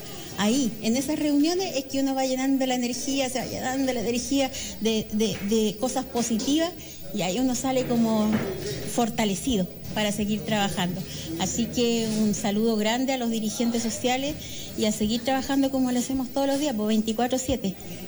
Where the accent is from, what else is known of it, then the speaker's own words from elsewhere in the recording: Castro, Los Lagos, Chile; somos vecinos de Castro, nos vemos las caras todos los días